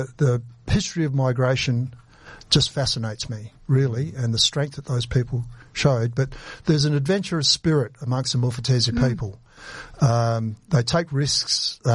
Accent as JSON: {"language": "English", "town": "Port Pirie", "region": "South Australia", "country": "Australia", "tie": "born there", "said": "I was born in Port Pirie."}